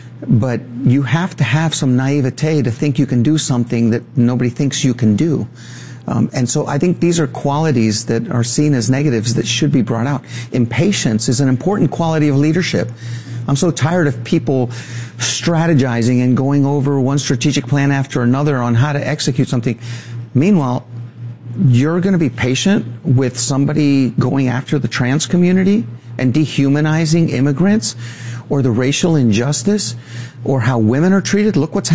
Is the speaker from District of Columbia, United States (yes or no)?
yes; Washington, District of Columbia, United States; They've all been in Washington, D.C., which is my hometown.